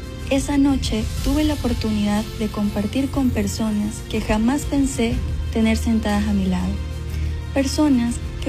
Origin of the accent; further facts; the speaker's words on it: La Troncal, Cañar, Ecuador; diferentes sectores de mi querida Troncal.